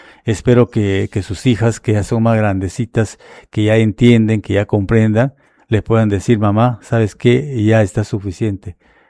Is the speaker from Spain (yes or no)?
no; Peru; esa es la esperanza que tenemos como peruanos